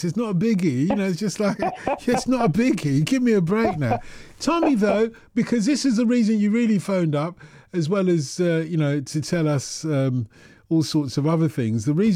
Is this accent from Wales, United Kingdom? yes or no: no; London, United Kingdom; when I grew up in North London, in the sort of like part of North London that was Little Cyprus